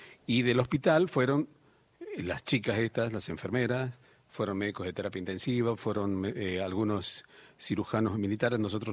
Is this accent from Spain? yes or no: no; Metán, Salta, Argentina; moved away as an adult; also born or lived in Tucumán; Yo soy de Metán, un pueblo chico